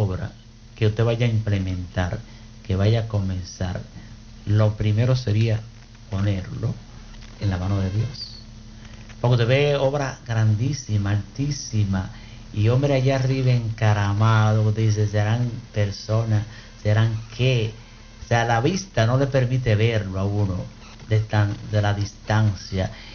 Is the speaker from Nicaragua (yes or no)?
no; Dominican Republic